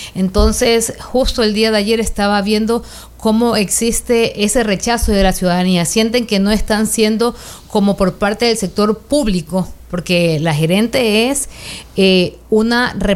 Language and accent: Spanish; Manta, Manabí, Ecuador; soy mantense, soy ciudadana manabita